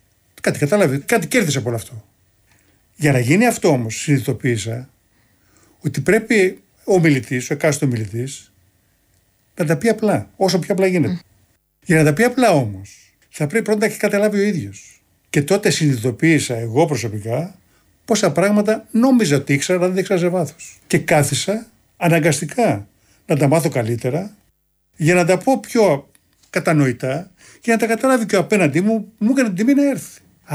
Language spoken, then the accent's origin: Greek; Kymi, Central Greece, Greece; Έτσι το λέμε στην πατρίδα μου στην Κύμη.